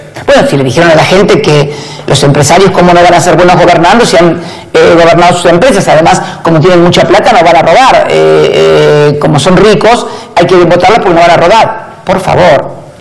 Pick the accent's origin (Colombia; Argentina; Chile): Argentina